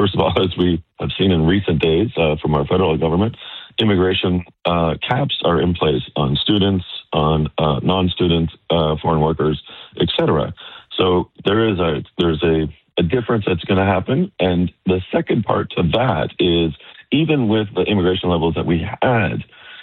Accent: Hamilton, Ontario, Canada; And I grew up in Hamilton, Ontario, and I recall those commercials vividly.

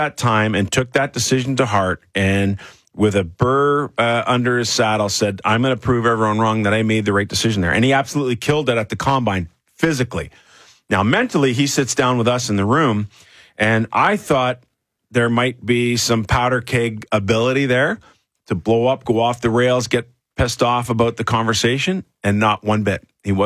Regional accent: Toronto, Ontario, Canada; I grew up in Toronto. I grew up watching Matt Sundin.

